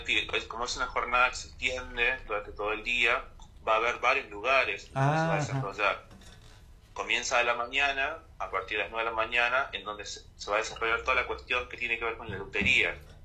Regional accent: Catamarca, Argentina; Yo soy de Catamarca, no soy de Tucumán.

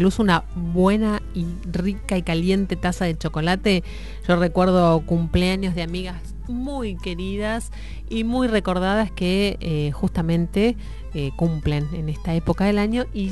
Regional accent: Argentina; Realmente es algo maravilloso que nos tocó tener como argentinos.

